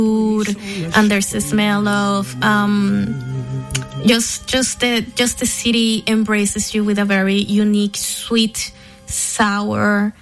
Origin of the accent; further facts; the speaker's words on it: Caracas, Capital District, Venezuela; and I'm actually from Santiago de León de Caracas, which is the original capital city